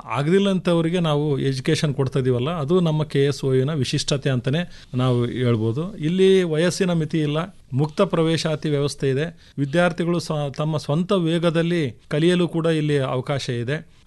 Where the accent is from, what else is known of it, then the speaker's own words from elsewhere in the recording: Bairapura, Karnataka, India; now in Mysore, India; ನಾನು ಕೂಡ ಒಂದು ಸಣ್ಣ ಹಳ್ಳಿಯಿಂದ ಬಂದಿರೋಂಥವನು. ಇವತ್ತಿಗೂ ಕೂಡ ನಮ್ಮೂರಲ್ಲಿ ಬರೀ 7ನೇ ತರಗತಿವರೆಗೆ ಮಾತ್ರ ಇದೆ. ಸೊ ಬೈರಾಪುರ ಅನ್ನೋ ಒಂದು ಚಿಕ್ಕ ಹಳ್ಳಿ, ಮೊಳಕಾಲ್ಮೂರು ತಾಲೂಕದು. ತುಂಬ ಚಿಕ್ಕ ಹಳ್ಳಿಯಿಂದ ಬಂದಿರೋದ್ರಿಂದ